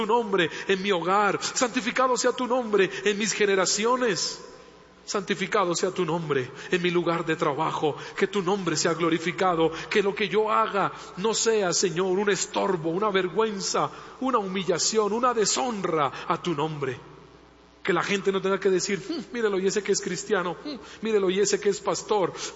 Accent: Colombia; en mi tierra, que en Colombia

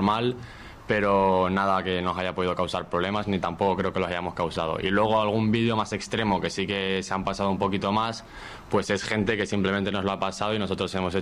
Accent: Lanzarote, Canary Islands, Spain; eso, somos de Lanzarote

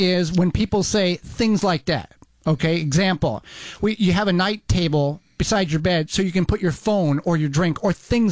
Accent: Illinois, United States; I remember in growing up in Southern Illinois, it was WSIU Channel 8 out of Carbondale.

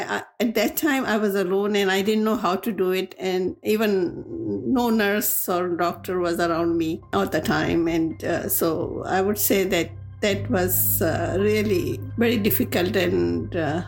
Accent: Pakistan; English is a second language; moved away as an adult; now in Vancouver, Canada; I came from Pakistan, and back home, when I see it, it was completely different. My first experience was very difficult. My first child in 1968 in Canada, in Vancouver.

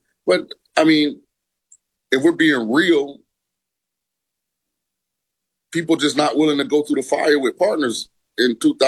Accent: Florida, United States; now in Las Vegas, United States; Like, I'm from Florida. I live in Vegas. I still have a Florida driver's license. I registered in Florida.

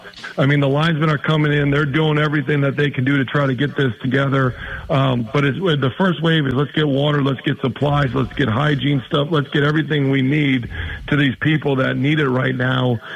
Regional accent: Appleton, Wisconsin, United States; born or raised there

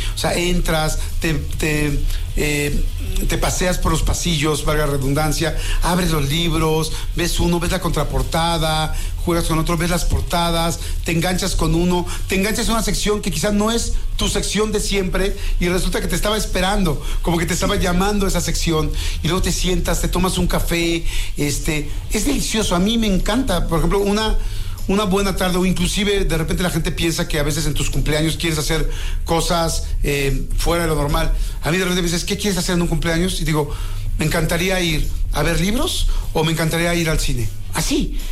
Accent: Mexico; Porque somos mexicanos y estamos también ahí.

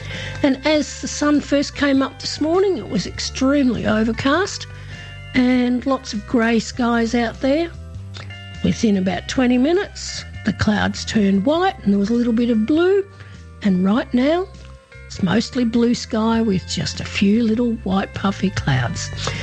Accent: Horsham, Victoria, Australia; this morning broadcasting out of my hometown of Horsham in Western Victoria.

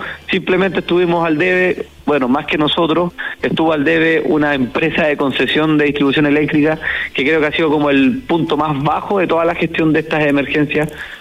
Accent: Petorca, Valparaíso, Chile; yo soy nacido y criado en esta comuna, entonces de alguna manera tengo un cariño especial a mi pueblo

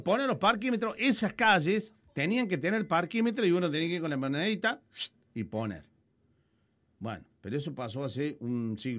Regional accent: La Calera, Córdoba, Argentina; Soy de La Calera y en Don Mesnil estaban revisando hasta el baúl del auto.

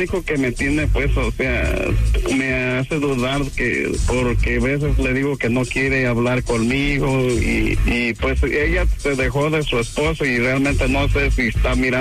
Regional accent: Guadalajara, Jalisco, Mexico; No, yo soy de Guadalajara.

